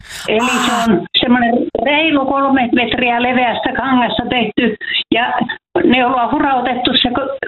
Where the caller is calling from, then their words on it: Kemijärvi, Lapland, Finland; No niin, joo, minä olen Kemijärveltä. Minä olen se mummo, joka on aikaisemmin soittanut.